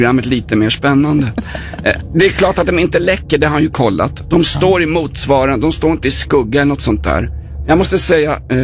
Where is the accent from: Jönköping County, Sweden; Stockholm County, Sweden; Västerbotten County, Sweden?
Stockholm County, Sweden; Stockholm; Jag växte upp i Vällingby där alla känner alla, tyvärr.